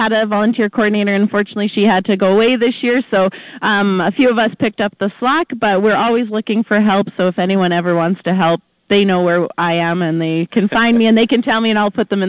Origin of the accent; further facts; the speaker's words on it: Manitoba, Canada; now in Grandview, Canada; I grew up just outside of Winnipeg, so my friends usually come out.